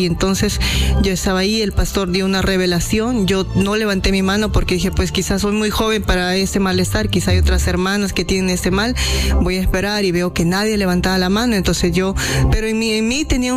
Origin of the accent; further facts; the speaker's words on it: Lima, Peru; vengo del cercado de Lima.